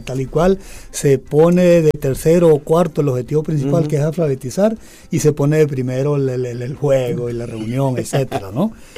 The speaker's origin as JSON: {"language": "Spanish", "country": "Venezuela", "tie": "born there", "also_born_or_lived": "Honduras", "moved": "yes", "said": "caso mío, Venezuela."}